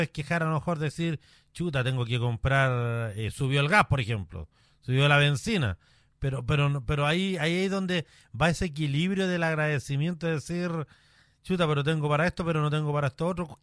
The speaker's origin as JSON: {"language": "Spanish", "country": "Chile", "said": "volviendo un poquito a nosotros para identificarnos como chilenos"}